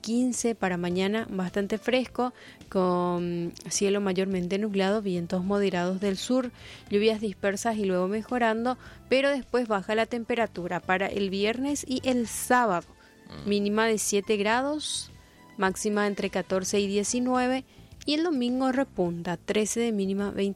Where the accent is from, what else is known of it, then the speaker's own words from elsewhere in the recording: Paraguay; Si no sufrimos, parece que no somos nuevos paraguayos, ¿verdad?